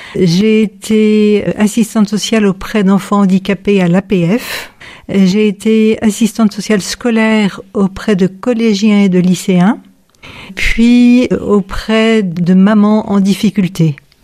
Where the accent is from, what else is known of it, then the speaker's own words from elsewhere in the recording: Versailles, Île-de-France, France; moved away as an adult; now in Ain, France; mon père qui était militaire a posé ses valises à Versailles et donc j'ai grandi à Versailles.